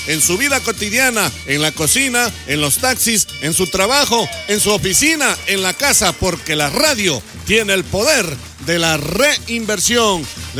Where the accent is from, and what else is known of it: Ecuador